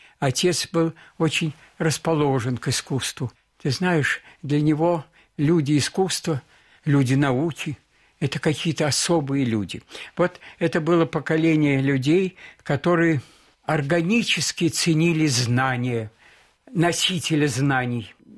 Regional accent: Moscow, Russia; born there; Я родился в Москве.

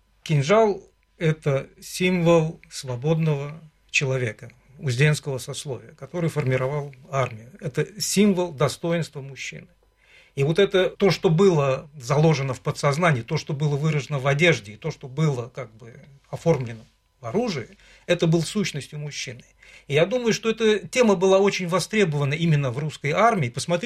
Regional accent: Khurukra, Dagestan, Russia; Да. Да. Мое родное село.

